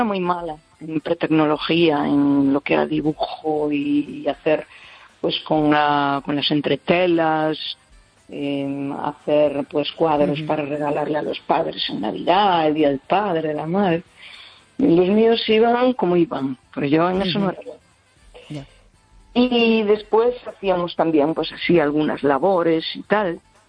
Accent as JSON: {"language": "Spanish", "region": "Galicia", "country": "Spain"}